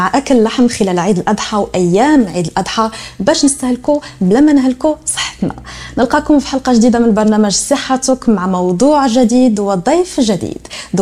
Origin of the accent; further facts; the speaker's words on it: Morocco; او تقليد اللي حنا عارفينه كمغاربه؟